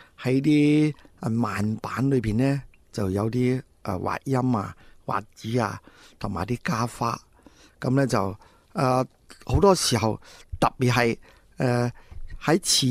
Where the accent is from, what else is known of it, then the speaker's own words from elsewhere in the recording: Guangdong, China; 咁我估计广东音乐都应该有呢种我哋岭南人嘅特性喺度。